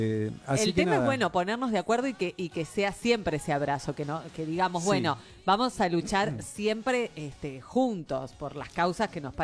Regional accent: Argentina; Somos todos argentinos

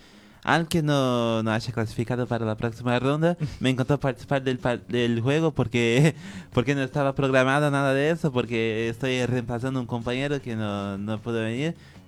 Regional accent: Brazil; moved away as an adult; now in Argentina; desde que estoy acá en Argentina, porque soy de Brasil. Y estoy acá hace 3 años

